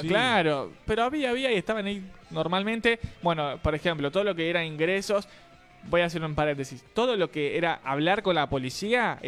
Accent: Argentina; Soy de Argentina, vine a ver un partido de Uruguay.

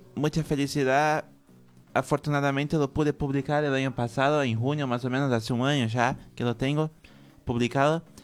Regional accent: Brazil; moved away as an adult; now in Argentina; desde que estoy acá en Argentina, porque soy de Brasil. Y estoy acá hace 3 años

